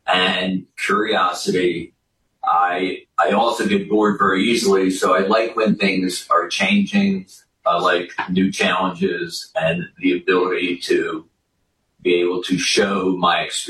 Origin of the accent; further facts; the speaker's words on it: Philadelphia, Pennsylvania, United States; I'm from the Philadelphia area.